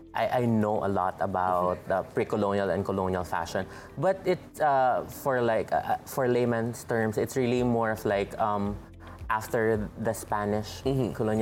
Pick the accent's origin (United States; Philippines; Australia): Philippines; Mindanao; I'm from Mindanao